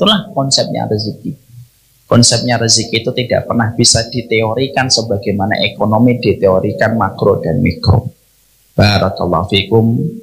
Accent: Bekasi, West Java, Indonesia; Senang sekali bahwasanya saya dari Bekasi, dari tempat yang begitu jauh Pak, perjalanan ke sini itu 9 jam

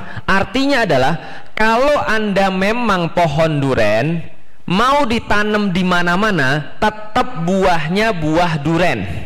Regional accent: Bogor, West Java, Indonesia; born there; Makanya kalau saya lahir di Bogor, karena itulah saya jadi orang yang jahat.

